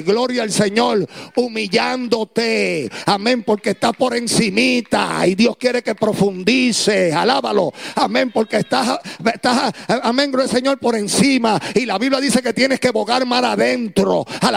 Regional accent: Puerto Rico; somos más puertorriqueños que cristianos

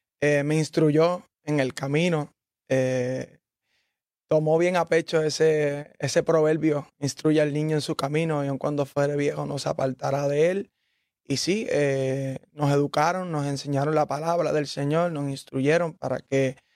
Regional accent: Ponce, Puerto Rico; y pues nacimos en Ponce. Somos de Ponce. Y pues por obra y gracia del Señor, estuvimos un tiempo viviendo en la playa en Ponce y luego en la urbanización Villa Arillasca.

